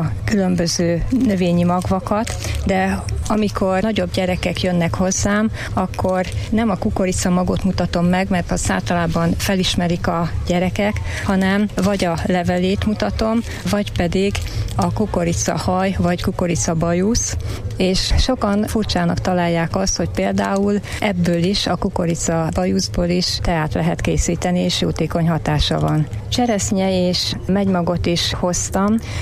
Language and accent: Hungarian; Hungary; ha már magyarok vagyunk